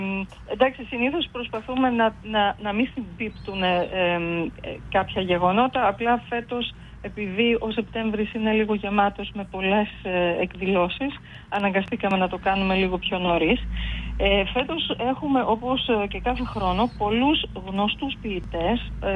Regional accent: Germany; moved away as an adult; now in Naousa, Greece; Ναι, εκεί μεγάλωσα, εκεί σπούδασα.

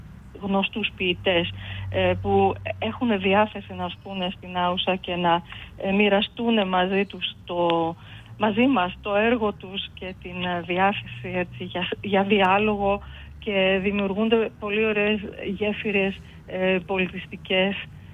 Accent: Germany; moved away as an adult; now in Naousa, Greece; Ναι, εκεί μεγάλωσα, εκεί σπούδασα.

